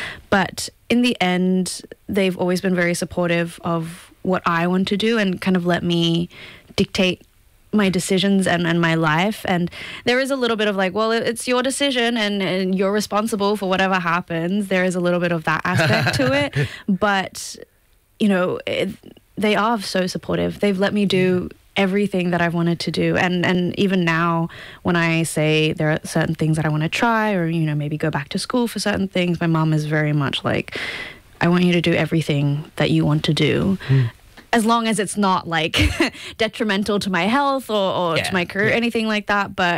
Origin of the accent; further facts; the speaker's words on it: Gold Coast, Queensland, Australia; also born or lived in Strasbourg; now in Sydney, Australia; I grew up on the Gold Coast, and when we were coming back to Australia, I was like, well, if you want to really do this, maybe it'd be better to move to Sydney